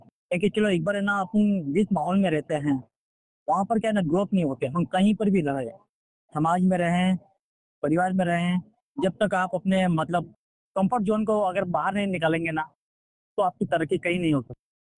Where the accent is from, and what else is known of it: Rajasthan, India; now in Mumbai, India